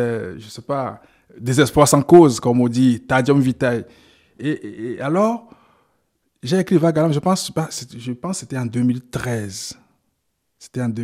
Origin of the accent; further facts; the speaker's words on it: Lomé, Maritime, Togo; moved away as an adult; now in Belgium; Je suis togolais d'origine. Et Lomé, où je suis né, garde pour moi le charme de l'enfance.